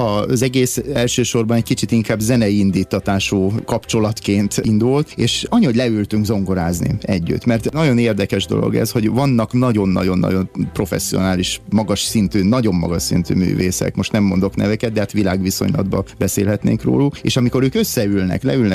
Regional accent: Balassagyarmat, Nógrád, Hungary; hisz volt a balassagyarmati udvarunkban, onnan származom, és volt egy hatalmas nagy diófa, amin volt egy hinta.

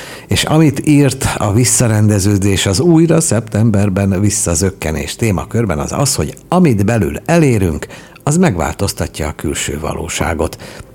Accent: Budapest, Hungary; én ott nőttem föl, már mellette.

